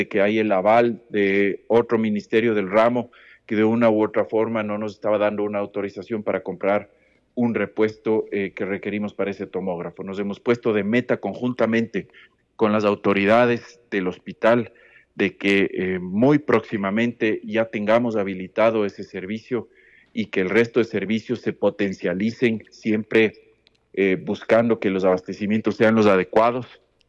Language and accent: Spanish; Ambato, Tungurahua, Ecuador; soy una persona muy querendona de mi tierra, de mi Ambato, de mi Tungurahua.